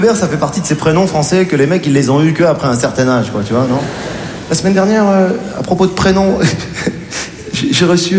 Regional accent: Morocco; born there; Je suis né au Maroc.

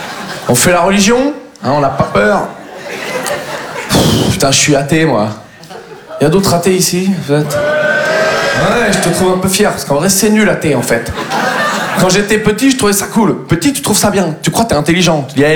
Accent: Nouvelle-Aquitaine, France; Moi, je viens du Poitou-Charente. Tout le monde s'en bat les couilles de nous, quoi.

